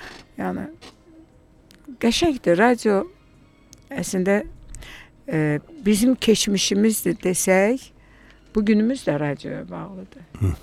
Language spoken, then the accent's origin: Azerbaijani; Buzovna, Baku, Azerbaijan; mən Buzovnada böyümüşəm, nə yaxşı ki, bura var, nə yaxşı ki, mən burada gəlib qala bilirəm.